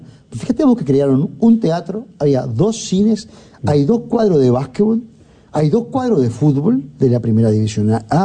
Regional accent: Montevideo, Uruguay; Sí, porque cuando yo nací en Civil Silaboyá, después me mudé a Lucio Rodríguez y Camilo Las Tropas, que es al lado del Estadio del Cerro, a 2 cuadras del Estadio del Cerro. Y sí, era un barrio muy obrero.

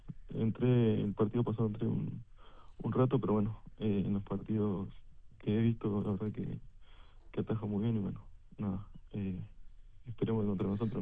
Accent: San Gregorio de Polanco, Tacuarembó, Uruguay; moved away; San Gregorio. Me quedaba en una casita ahí de rentista

